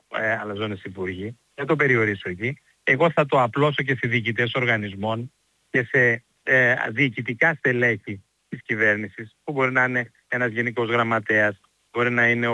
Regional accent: Greece

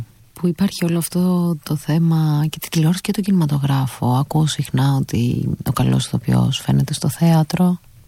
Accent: Corfu, Ionian Islands, Greece; Μεγάλωσα στην Κέρκυρα, όπως σας είπα και πριν, που σημαίνει ότι δεν είχαμε πολλές παραστάσεις.

